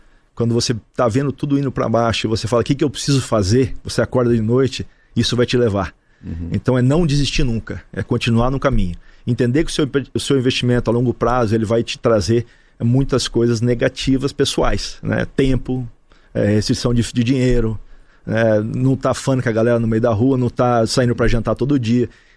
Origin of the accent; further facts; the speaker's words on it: Brazil; now in abroad; Eu sempre quis fazer uma coisa no meu país, queira ou não queira, eu sou um patriota, sou brasileiro, quero sempre estar no Brasil, apesar de eu estar 31 anos fora.